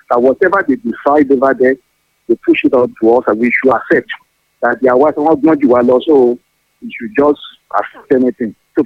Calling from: Makola, Greater Accra, Ghana; I'm calling from Makola.

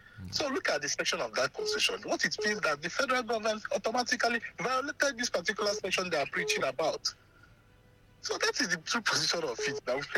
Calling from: Nigeria; I'm calling from Obelago, Mana.

